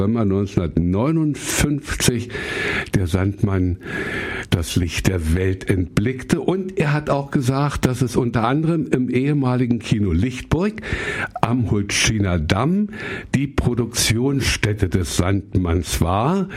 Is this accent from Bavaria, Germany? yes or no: no; Berlin, Germany; Ich bin Mahlsdorf, in Mahlsdorf Süd aufgewachsen. Du in der Sumterstraße, ich in der Uhlandstraße, ja. Dichterviertel.